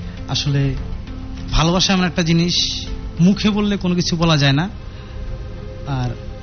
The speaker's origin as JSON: {"language": "Bangla", "town": "Comilla", "region": "Chittagong Division", "country": "Bangladesh", "tie": "born or raised there", "moved": "yes", "lives_now": "Dhaka, Bangladesh", "said": "আমার দেশের বাড়ি হলো কুমিল্লা, আমি থাকি ঢাকা তেজগাঁও"}